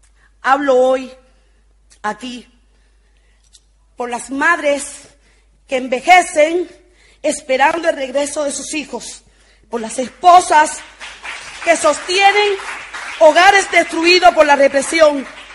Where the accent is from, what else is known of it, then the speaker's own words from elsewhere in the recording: Cuba; soy cubana libre, activista de los derechos humanos y orgullosamente mujer afrodescendiente.